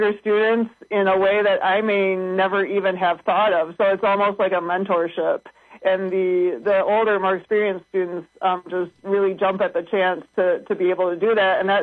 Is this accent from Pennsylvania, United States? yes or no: no; Port Huron, Michigan, United States; I grew up in Port Huron, Michigan